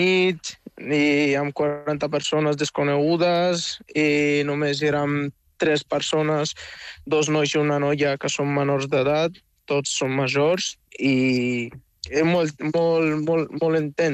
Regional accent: Morocco; now in Spain; Com a migrant marroquí, sí.

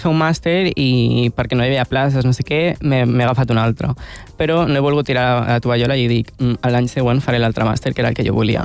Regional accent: Calafell, Catalonia, Spain; jo estudiava al meu poble, jo estudiava a Calafell

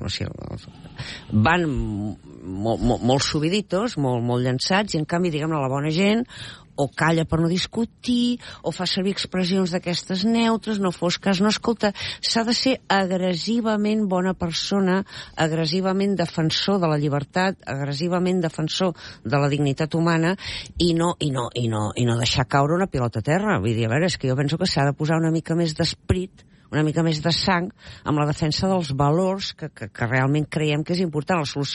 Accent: Catalonia, Spain; A mi em va caure la cara de vergonya, allò com a catalana

